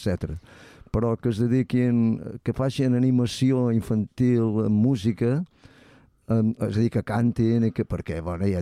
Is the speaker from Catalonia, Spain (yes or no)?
no; Ferreries, Balearic Islands, Spain; jo som de Ferreries, però després vaig anar a viure a Mó